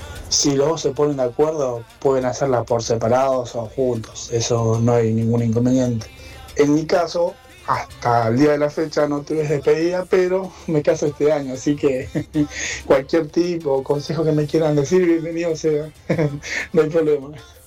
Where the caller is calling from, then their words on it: Ramos Mejía, Buenos Aires Province, Argentina; de Ramos Mejía.